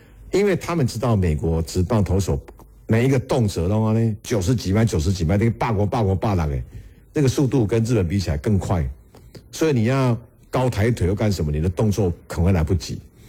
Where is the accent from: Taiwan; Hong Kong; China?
Taiwan; 我们台湾人非常非常羡慕嘛